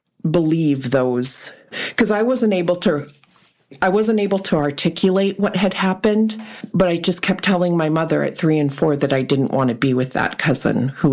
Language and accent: English; Kwethluk, Alaska, United States; born there; English is a second language; also born or lived in Tuntutuliak / Platinum / Bethel; now in Anchorage, United States; So I grew up in Queeslook, Tuntun, Platinum. My dad was a principal teacher and a pilot. But so I've spent a lot of time all over the Delta.